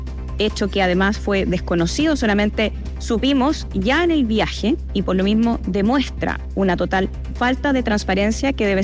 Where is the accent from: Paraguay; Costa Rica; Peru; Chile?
Chile; Debemos tener respuesta, como chilenos y chilenas.